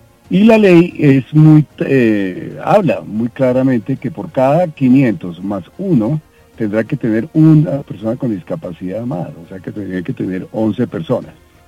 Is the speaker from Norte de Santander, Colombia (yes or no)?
no; Cartagena, Bolívar, Colombia; moved away; Yo soy cartagenero